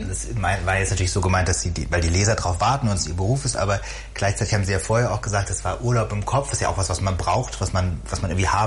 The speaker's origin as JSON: {"language": "German", "town": "Königstein im Taunus", "region": "Hesse", "country": "Germany", "tie": "born or raised there", "said": "ich bin hier in der Nähe aufgewachsen in Königstein"}